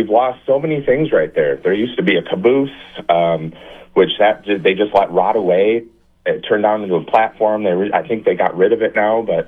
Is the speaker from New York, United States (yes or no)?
no; Boyne City, Michigan, United States; I'm from Boyne, and I've known that water tower my entire life.